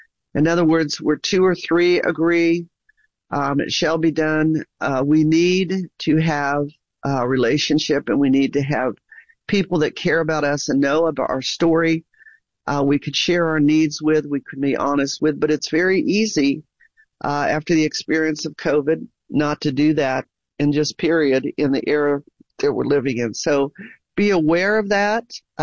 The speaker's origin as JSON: {"language": "English", "region": "Ohio", "country": "United States", "tie": "born or raised there", "also_born_or_lived": "Massachusetts / Oklahoma", "said": "I know when I was raised in Ohio, born in Massachusetts, raised in Ohio. But then when I went off to college, I came down to Oklahoma and we never went back."}